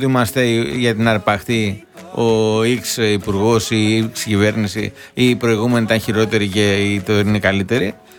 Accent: Corfu, Ionian Islands, Greece

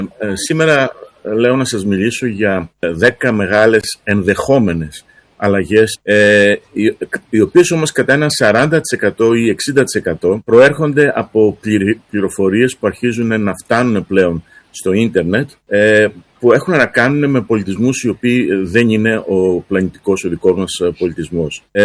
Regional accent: Crete, Greece

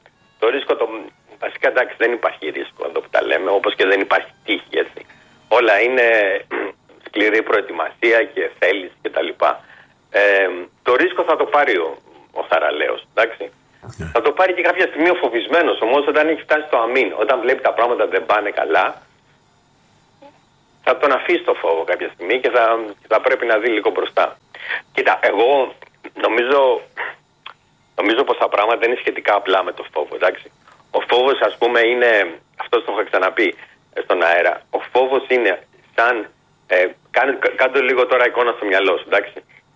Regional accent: Nigeria; now in Ireland; Αλλά εγώ εντάξει, μένω στην Ιρλανδία, είμαι από την Αιγυρία, αλλά εγώ κατά βάθος είμαι Έλληνας.

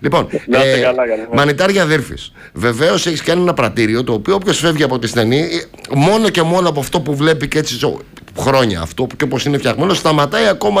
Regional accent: Central Greece, Greece; Τα πετράλουν είναι το χωριό μου. Αλλά το αγαπάω, την αγαπάω τη στενή.

